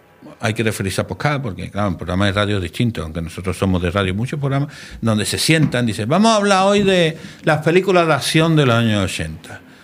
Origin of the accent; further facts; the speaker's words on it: San Juan de Aznalfarache, Andalusia, Spain; Pues Sergio tenía allí en Sabana Farache, en mi pueblo. Siempre hemos dicho que es la villa Sabana Farache, separada de Sevilla, la ciudad, por un puente que cruza el río Guadalquivir, estamos al lado